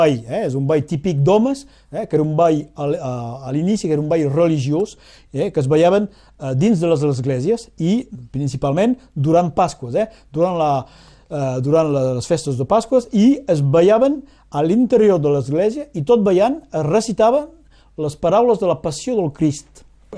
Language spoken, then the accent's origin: Catalan; Prats-de-Mollo-la-Preste, Occitania, France; I doncs jo vull dir, jo vull servir el meu poble, també.